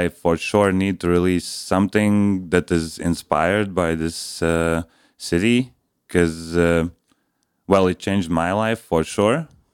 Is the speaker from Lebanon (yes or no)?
no; Riga, Latvia; English is a second language; moved away as an adult; also born or lived in Liepāja, Latvia; now in Vilnius, Lithuania; I lived in Liepāja, actually, for 3 years. I grew up in Riga, but I studied in Liepāja